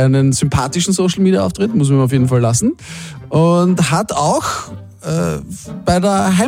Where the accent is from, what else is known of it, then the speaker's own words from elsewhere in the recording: Pressbaum, Lower Austria, Austria; moved away; Also ich bin ja in Pressbaum aufgewachsen.